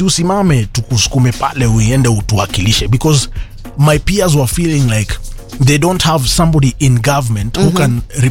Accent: Nairobi, Kenya; So nimezaliwa Golf Course estate, mm-hmm. inaitwa Highview Vista, huko ni mtaa.

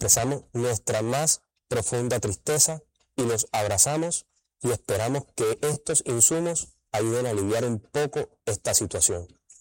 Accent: Colombia; de mostrar nuestra solidaridad como colombianos

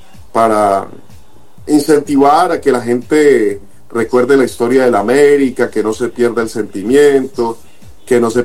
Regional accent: Cali, Valle del Cauca, Colombia; moved away as an adult; now in Florencia, Colombia; Yo soy originario de Cali, de Santiago de Cali, más precisamente del barrio Villa del Sur. Pero me encuentro viviendo ya desde hace, voy a completar 12 años, en Florencia, Caquetá, la puerta de oro de la Amazonía

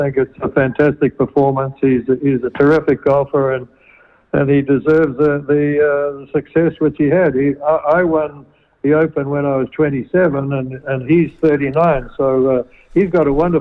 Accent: Masterton, Wellington, New Zealand; also born or lived in Carterton / Martinborough; I lived the first 20 years of my life in the Wairarapa, but I only lived in Martinborough and Masterton, but not Carterton.

